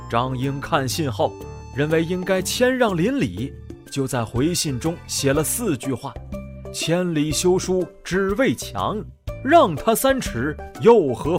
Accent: China; 我们中国人

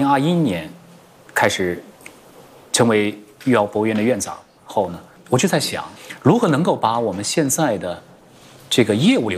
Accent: China; 我们中国人创造的品牌

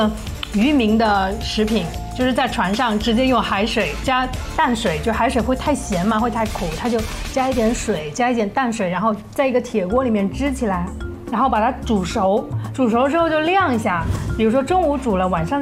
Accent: Chaoshan, Guangdong, China; 我们老家有一句话，潮汕有一句话

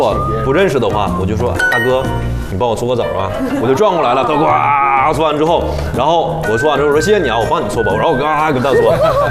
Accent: Northeast China, China; 因为其实我们东北小的时候，比如说我父母没有时间陪我洗澡的话，那我自己去。

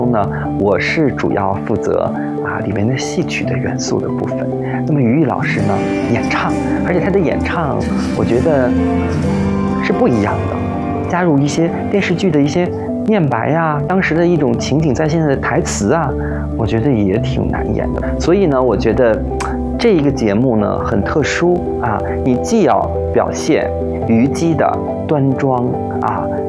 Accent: Weihai, Shandong, China; moved away; 我也是山东人，我是威海人。首先回到家乡，无比的亲切。

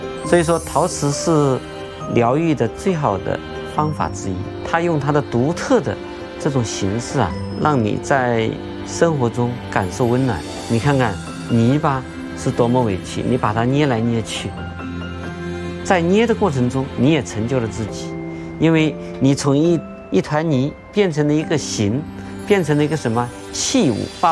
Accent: Jingdezhen, Jiangxi, China; 我们家乡也通上了高铁，啊，这是让景德镇特别开心的事情。

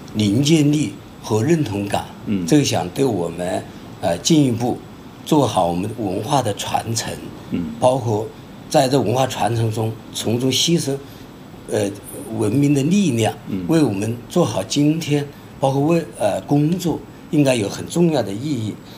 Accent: China; 我们中国人

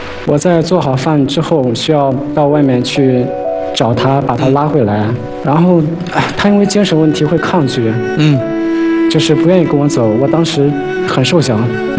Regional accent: Xinxiang, Henan, China; also born or lived in Kaifeng; 我来自河南新乡，然后是在开封上学。

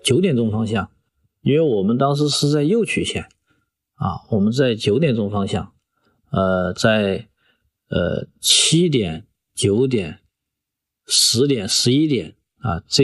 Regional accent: Chengdu, Sichuan, China; 上世纪90年代，有外国专家说我们成都属于成都的地质情况属于世界性的难题，我们中国人没法去单独去完成这个施工的任务。

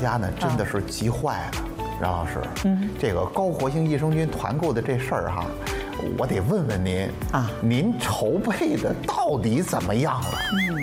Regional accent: Xuzhou, Jiangsu, China

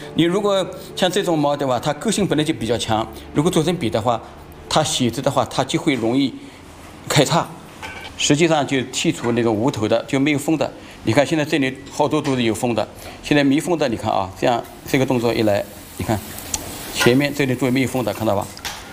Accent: Yangzhou, Jiangsu, China; moved away as an adult; now in Shanghai, China; 刚才讲我是扬州人嘛

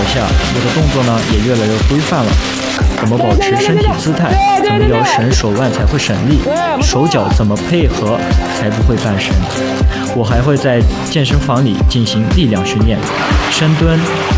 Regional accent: Turpan, Xinjiang, China; born there; 我出生于火焰山脚下的吐鲁番，每到农忙时，我都会到田地里帮父母干农活。

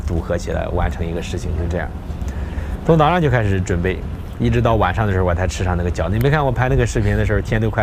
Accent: China; 我们中国人

